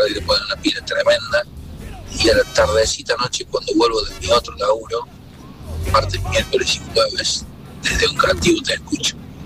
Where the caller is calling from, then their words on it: Pilar, Córdoba, Argentina; soy de Pilar y hace muy poco tiempo que he empezado a viajar todos los días a Córdoba a la mañana, muy temprano.